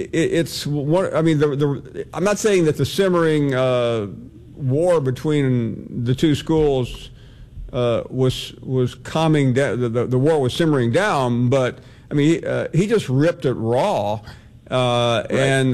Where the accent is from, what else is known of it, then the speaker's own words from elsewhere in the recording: the South, United States; I'm from the South and I've lived here my whole life